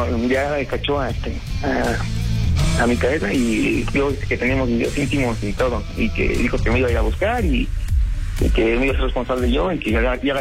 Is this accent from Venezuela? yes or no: no; Toluca, State of Mexico, Mexico; somos de Toluca originarios.